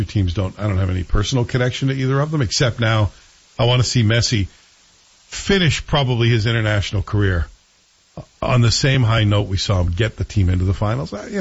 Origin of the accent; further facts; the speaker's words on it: Scotland, United Kingdom; I'm a Scot.